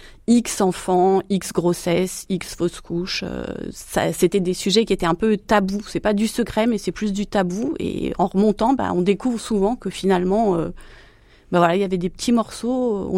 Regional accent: Pays de la Loire, France; c'était en Mayenne, hein, je suis originaire de la Mayenne, et les archives, c'était à Laval même

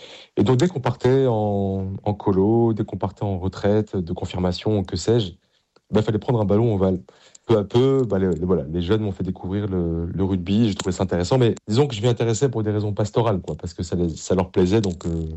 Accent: Paris, Île-de-France, France; Alors moi, je viens d'une famille du Sud-Ouest. Et même si j'ai grandi à Paris, mais j'ai beaucoup de cousins dans le Sud-Ouest qui ont fait du rugby, qui m'en parlaient.

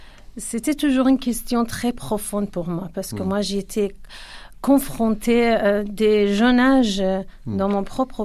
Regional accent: Kurdistan, Iran; first language Kurdish; French is a second language; moved away as an adult; now in France; moi, je suis née en Iran, j'ai d'origine kurde.

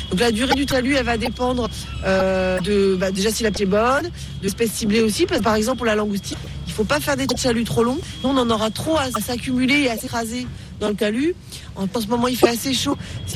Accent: Brittany, France; On dit bao, sinon chez nous en Bretagne.

